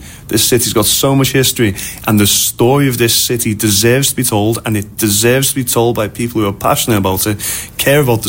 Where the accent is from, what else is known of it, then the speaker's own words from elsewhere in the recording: Liverpool, North West England, United Kingdom; I was brought up in the city that has the Beatles connected to it